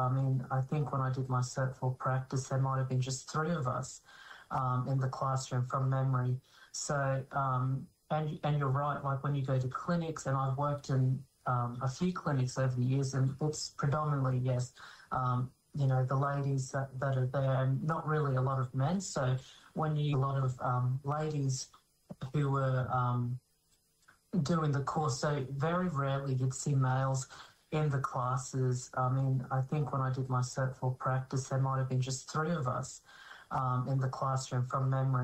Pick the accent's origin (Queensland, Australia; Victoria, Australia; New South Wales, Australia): Queensland, Australia; Bundaberg; I grew up in Bundaberg, my hometown. That's where I started my journey as an Aboriginal health worker trainee.